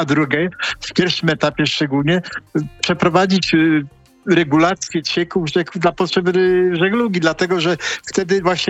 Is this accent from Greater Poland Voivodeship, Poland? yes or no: yes; Greater Poland Voivodeship, Poland; jestem wielkopolaninem.